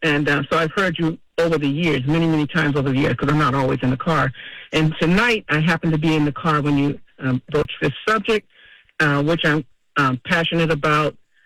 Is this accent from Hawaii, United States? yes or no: no; Boston, Massachusetts, United States; I grew up all over Boston. Started out in Roxbury, then in South End, then over Huntington Avenue, Castlegate